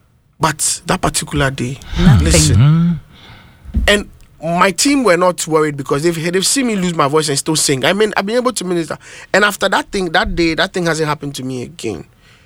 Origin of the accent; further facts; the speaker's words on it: Abosokai, Ghana; I grew up in Abosokai